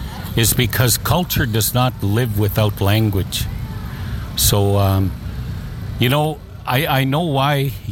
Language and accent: English; Beaver Lake Cree Nation, Alberta, Canada; I'm originally from Beaver Lake Cree Nation. I'm a Sagaigan Utilted. Northeast of Edmonton.